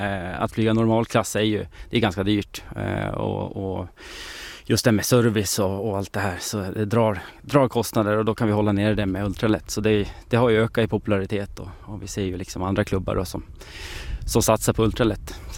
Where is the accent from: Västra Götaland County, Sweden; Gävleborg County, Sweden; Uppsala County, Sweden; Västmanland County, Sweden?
Västmanland County, Sweden; Fagersta; now in Åsele, Sweden; Nej, jag är ju från Bergslagen då, Fagersta. Jag har fått förmånen att flytta hit faktiskt.